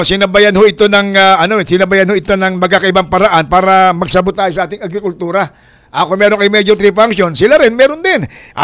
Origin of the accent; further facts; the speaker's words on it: Metro Manila, Philippines; ako'y dini sa Metro Manila lumaki at hindi ko nakilala mga mag-anak sa Batangas.